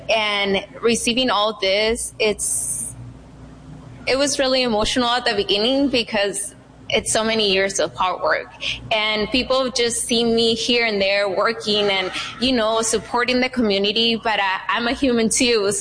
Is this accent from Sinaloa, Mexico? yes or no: yes; Sinaloa, Mexico; Banda. I'm from Sinaloa.